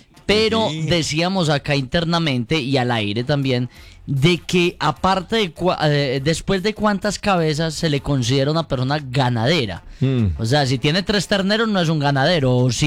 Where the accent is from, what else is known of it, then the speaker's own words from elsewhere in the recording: Granada, Colombia; Yo soy de Granada